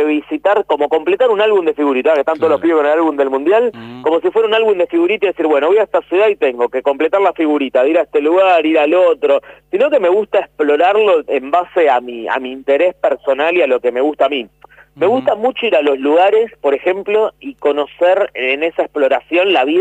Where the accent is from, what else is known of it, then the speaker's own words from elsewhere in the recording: Argentina; venimos de allá, pero uno termina siendo de acá, ¿no? O sea, claro, como que decís, venimos de Polonia, pero sos argentino. O sea, tenés mucha raíz acá.